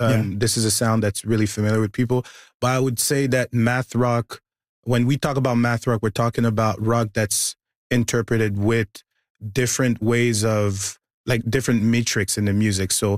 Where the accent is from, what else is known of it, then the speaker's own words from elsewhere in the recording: Mali; also born or lived in Toronto; now in Montreal, Canada; I'm from Mali.